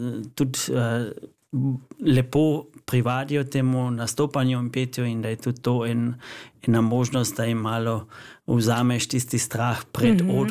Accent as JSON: {"language": "Slovenian", "region": "Carinthia", "country": "Austria", "said": "ki jo želimo mi predstaviti kot koroški Slovenci"}